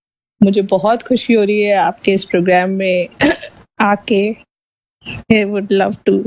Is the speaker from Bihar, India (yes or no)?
no; Jaipur, Rajasthan, India; moved away as an adult; also born or lived in Dubai / Qatar; now in Meerut, India; Sir, मैं जयपुर में पैदा हुई, वहीं मेरी पढ़ाई हुई और उसके बाद मेरी मैरिज मेरठ में हुई। आफ्टर मैरिज हम लोग काफ़ी टाइम तक, अराउंड 2018 तक दुबई और कतर में रहे और उसके बाद अभी मैं मेरठ में शिफ्ट हो गई हूँ